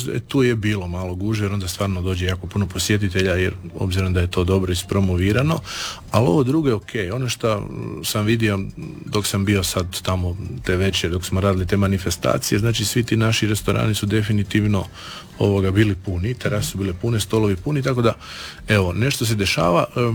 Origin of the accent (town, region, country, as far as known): Istria County, Croatia